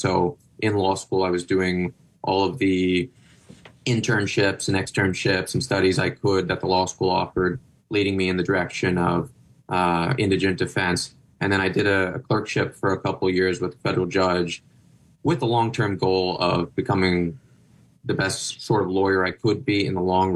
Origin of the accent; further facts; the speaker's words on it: Phoenix, Arizona, United States; the environment I grew up in South Phoenix